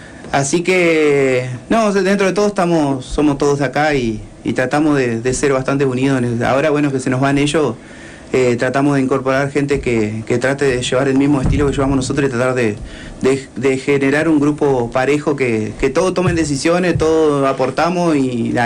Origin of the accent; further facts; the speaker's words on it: La Paz, Entre Ríos, Argentina; born there; now in Paraná, Argentina; yo nací en La Paz, uh-huh. Y me vine en el 2001, por ahí 2002.